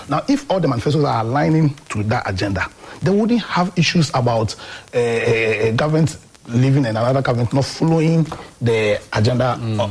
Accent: Accra, Greater Accra, Ghana; also born or lived in Kumasi; I'm a Kumasi born boy who grew up in Accra.

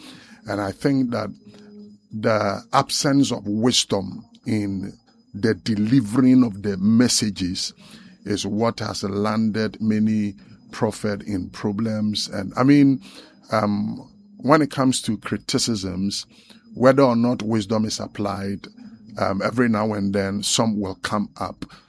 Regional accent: Cape Coast, Central Region, Ghana; Okay, so I was born right here in Cape Coast.

